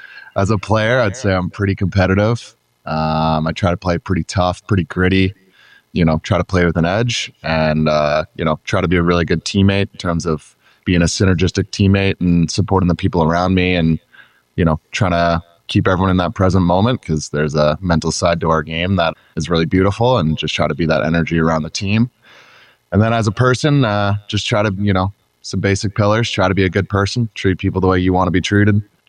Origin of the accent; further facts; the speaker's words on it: Georgetown, Ontario, Canada; There was a group of us from my hometown, who was four of us who were all kind of commuting together down to Vaughan, Ontario, back to Georgetown.